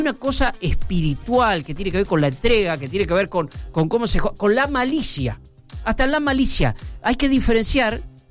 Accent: Argentina; Argentina juega y juega al límite, y un día estamos en el cielo, otro día estamos en el infierno

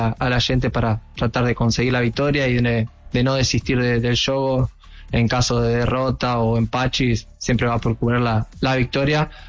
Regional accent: Argentina; now in Brazil; soy argentino

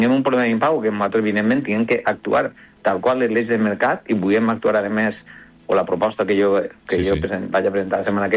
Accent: L'Olleria, Valencian Community, Spain; que jo soc d'Olleria, visquen allà l'home ferit, sí, soc ja mig adoptat, o sigui, soc mig i mig

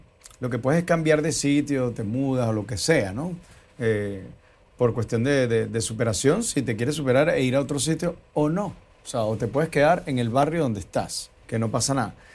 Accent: Venezuela; moved away as an adult; also born or lived in California / Miami; now in Madrid, Spain; no solamente por ser venezolano

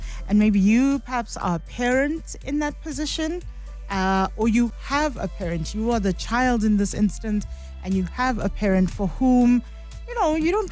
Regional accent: Johannesburg, Gauteng, South Africa; my favorite city. It is my hometown, and so I'm thrilled that 702 Walk the Talk returns to the city of Joburg

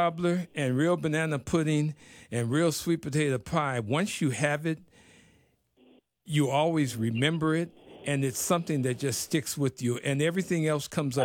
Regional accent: Birmingham, Alabama, United States; born there; No, but I was born in Birmingham, Alabama.

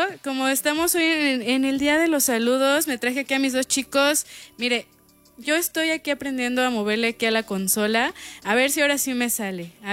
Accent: Pátzcuaro, Michoacán, Mexico; now in Morelia, Mexico; Yo soy originaria de Pátzcuaro

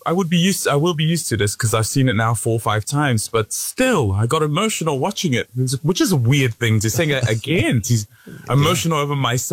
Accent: Auckland, New Zealand; moved away as an adult; also born or lived in Samoa / San Francisco; now in Paris, France; being from New Zealand, you're kind of like, I got to seize the opportunity, you know, as a Kiwi, as Samoan.

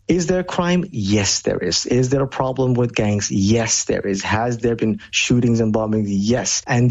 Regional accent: Malmo, Skåne, Sweden; When I travel to other parts of Europe and I tell them I'm from Malmo, they're like, oh, yeah, that's a very dangerous place.

